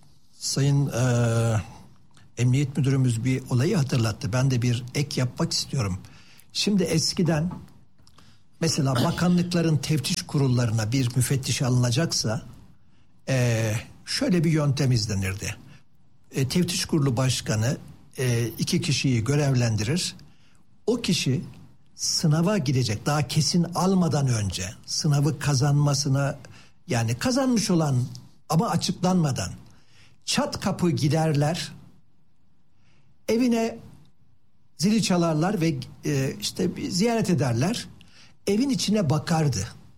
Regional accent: Antalya, Turkey; ben Antalyalıyım. Bütün Antalya bölgesindeki turizm çöktü.

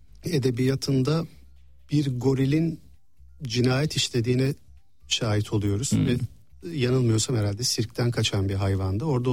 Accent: Istanbul, Turkey; Ben de burada doğdum, büyüdüm İstanbul'da.

